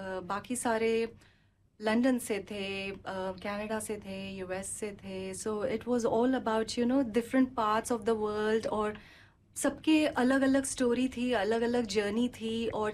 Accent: Mumbai, Maharashtra, India; moved away as an adult; also born or lived in Mangalore / Dubai; now in New Zealand; मैं मैंगलोर से हूँ, बॉर्न और रेज्ड हुई हूँ मुंबई में. सो मेरा पूरा लाइफ जो 20 साल का था वो मुंबई में था, और फिर 17 साल दुबई में, और 8 साल न्यूजीलैंड में हो चुका है.

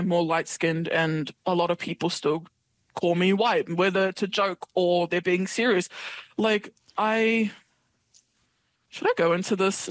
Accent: Auckland, New Zealand; being from South Auckland, there are lots of stereotypes where I come from. And it's kind of, South Auckland's kind of just the hood of Auckland

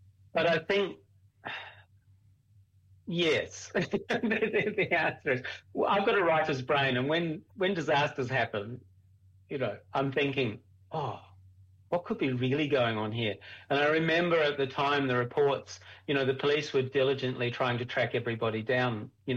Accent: Adelaide, South Australia, Australia; moved away as an adult; now in New Zealand; I come from Adelaide originally, although I've spent more of my adult life in New Zealand, it has to be said, than I did in Australia. But I come from Adelaide originally, which is the driest state in the driest continent in the world.

